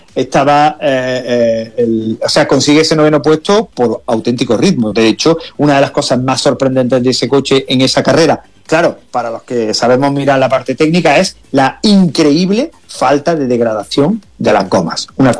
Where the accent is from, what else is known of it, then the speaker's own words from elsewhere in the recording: Spain; te puedes imaginar en mi país, ¿no? En España